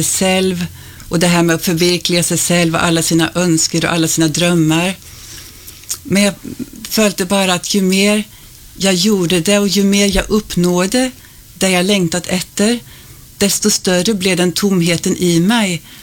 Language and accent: Swedish; Sweden; Ja, jag kommer från Sverige. Och jag är född och uppvuxen i en kristen familj.